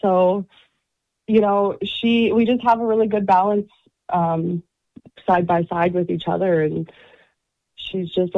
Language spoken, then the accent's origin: English; Edmonton, Alberta, Canada; I was raised in Edmonton here.